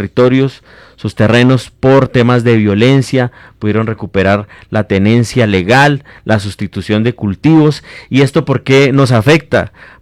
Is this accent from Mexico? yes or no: no; Colombia